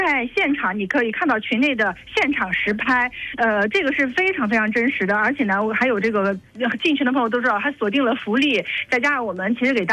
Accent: Shandong, China; 咱们山东人有一个特别，就是怎么讲，特别含蓄。

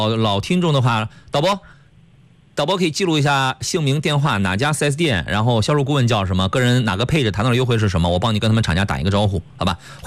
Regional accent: Qingdao, Shandong, China

